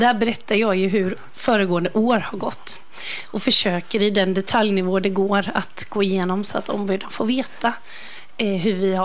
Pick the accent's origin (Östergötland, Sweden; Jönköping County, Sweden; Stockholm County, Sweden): Jönköping County, Sweden; Bottnaryd; moved away; jag kommer faktiskt från Bottnaryd. Det är ju ett ursprung som många SU-are har ändå. Så där kommer jag ifrån. Så där bor min släkt, mina föräldrar och sådär.